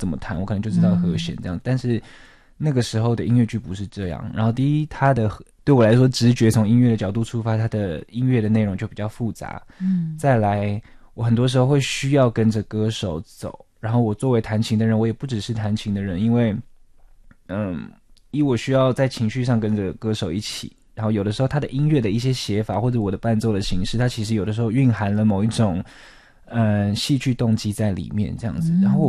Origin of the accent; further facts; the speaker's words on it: Taiwan; 比如说我是台湾人